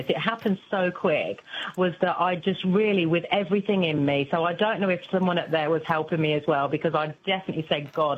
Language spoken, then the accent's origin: English; Northampton, East Midlands, United Kingdom; She's only from the same place that I'm from, in England, Northampton.